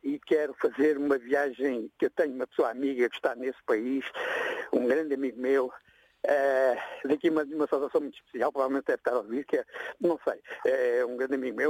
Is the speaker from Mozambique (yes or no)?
yes; Mozambique; born there; moved away; Isto na minha terra não é nada, amigo. Na minha terra são 50 graus.